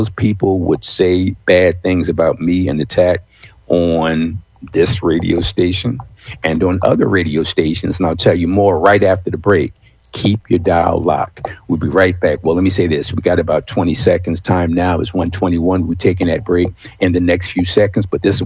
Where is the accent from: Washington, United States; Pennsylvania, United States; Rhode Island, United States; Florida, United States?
Pennsylvania, United States; Philadelphia; when I came here back to Philly, born and raised in Philly